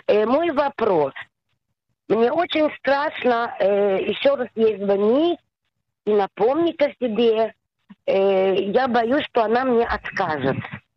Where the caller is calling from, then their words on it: Tel Aviv, Tel Aviv District, Israel; Я звоню с Тель-Авива